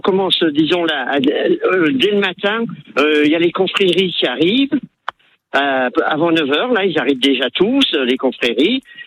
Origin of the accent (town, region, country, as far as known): Baccarat, Grand Est, France